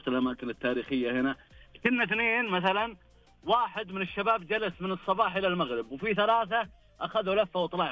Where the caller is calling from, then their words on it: Riyadh, Riyadh Province, Saudi Arabia; من الرياض